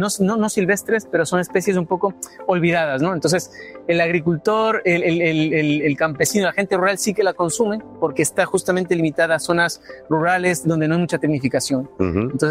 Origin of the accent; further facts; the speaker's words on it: Ecuador; now in Spain; Yo soy ecuatoriano.